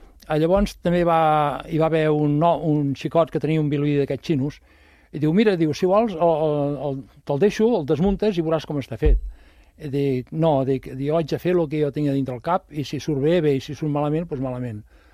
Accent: Montcada i Reixac, Catalonia, Spain; jo soc de Marrampinyo, sabeu on és? Montcada Reixac, entre Montcada Reixac i la Llagosta hi ha Marrampinyo. Bueno, que tots eren pagesos abans

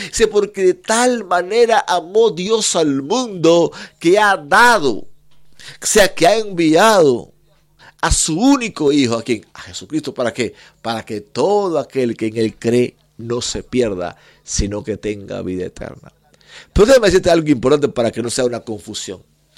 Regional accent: Cuba; En Cuba hubo guerras, conquistas, porque es de donde vengo.

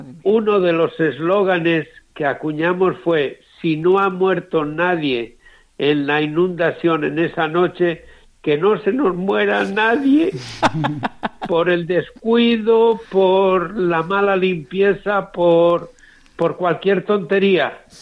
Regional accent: Castile and León, Spain; moved away; also born or lived in Peru; de mi pueblo natal, de Villeza de las Matas.

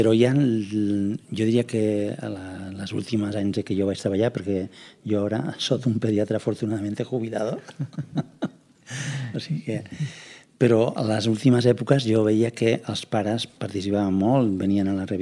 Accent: Granada, Andalusia, Spain; now in Catalonia, Spain; jo soc un emigrant, jo soc d'Andalús, jo soc de Granada, i això, clar, jo l'he viscut, la migració l'he viscuda

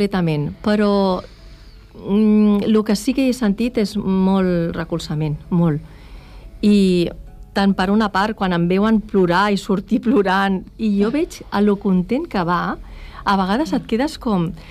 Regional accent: Calafell, Catalonia, Spain; now in Santa Oliva, Spain; Jo sóc de Calafell, bueno, ara estic vivint a Santa Oliva, uh-huh, però jo sóc família d'aquí, de Calafell.

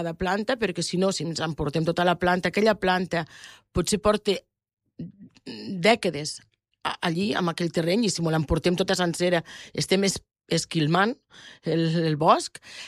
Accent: Algerri, Catalonia, Spain; Jo soc d'Algerri, les tinc allí molt a mà.

